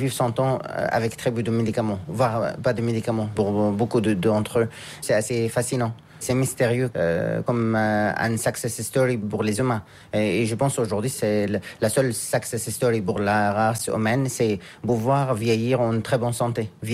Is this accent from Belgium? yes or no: no; Tokyo, Japan; also born or lived in France; Je suis d'origine de France, mais que j'ai grandi ici au Japon. Depuis 25 ans à Tokyo